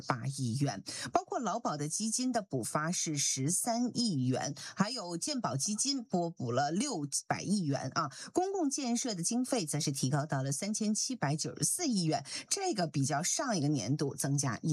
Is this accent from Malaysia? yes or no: no; China